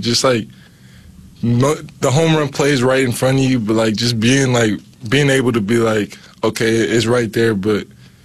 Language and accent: English; Las Vegas, Nevada, United States; Yeah, born and raised in Vegas, yeah. I grew up around, like, sports, honestly.